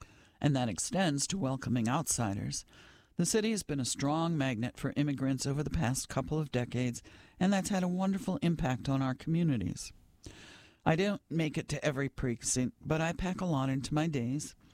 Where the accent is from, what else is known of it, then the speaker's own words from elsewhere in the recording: Brooklyn, New York, United States; I remember asking the original owner of 610, "I'm a guy from Brooklyn. Am I going to be accepted?"